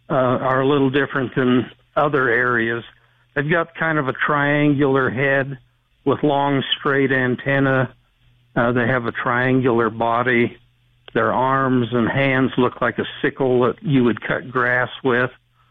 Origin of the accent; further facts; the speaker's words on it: Snowflake, Arizona, United States; I grew up in Snowflake, and petroglyphs were part of my life.